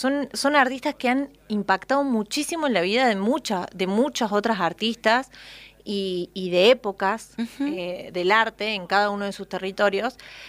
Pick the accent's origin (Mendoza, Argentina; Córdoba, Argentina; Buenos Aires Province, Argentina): Córdoba, Argentina; Bell Ville; yo estudié artes visuales en Belleville, de donde soy, cuando era chica.